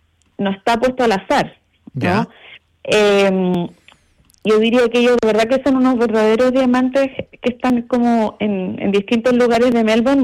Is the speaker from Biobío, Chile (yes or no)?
no; Valparaíso, Chile; porque yo soy de Valparaíso, de la quinta región